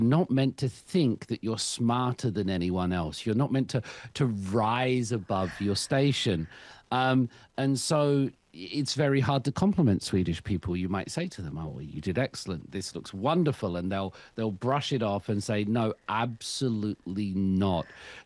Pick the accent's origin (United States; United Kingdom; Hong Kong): United Kingdom; I, as a British person